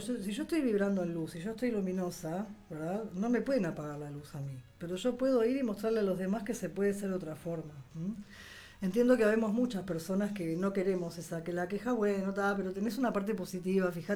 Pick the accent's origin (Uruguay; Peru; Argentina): Uruguay; Somos uruguayos, olvídate, eso va a estar.